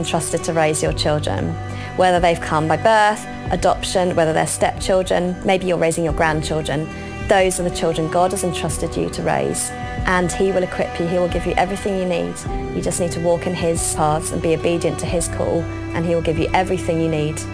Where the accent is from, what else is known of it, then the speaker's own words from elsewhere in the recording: South East England, United Kingdom; born there; moved away as an adult; also born or lived in Keynsham; now in York, United Kingdom; I was born in the UK. I was born near Keynsham. Well, I grew up in Keynsham, yes. For the first few years of my life, and then we moved to Berkshire.